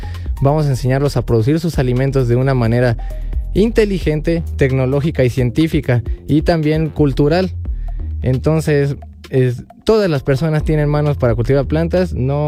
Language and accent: Spanish; Pachuca, Hidalgo, Mexico; Realmente yo soy de Pachuca y ahí tenemos su casa de ustedes.